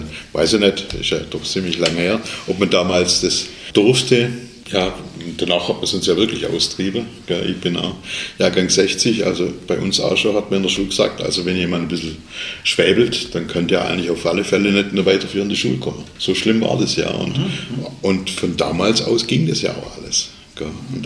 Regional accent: Albstadt, Baden-Württemberg, Germany; wo ich herkomme, Albstadt Ebinger

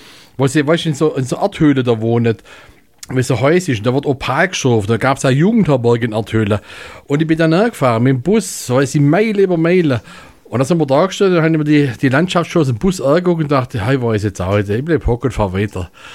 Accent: Baden-Württemberg, Germany; accent: Swabian; Ich bin dein italienisches Schwäbisch.

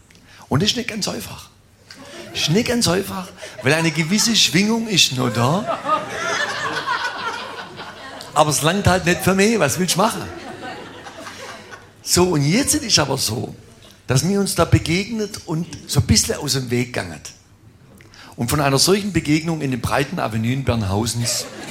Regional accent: Leinfelden, Baden-Württemberg, Germany; also born or lived in Stuttgart; ich bin in Stuttgart geboren und bin in Leinfelden aufgewachsen. Jetzt ist mir es aber in Leinfelden zu eng geworden.

